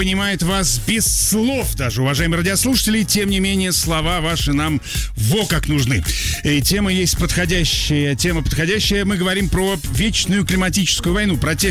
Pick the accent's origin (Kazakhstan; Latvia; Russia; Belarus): Russia; Arctic; Я из Заполярья, жена из Сибири.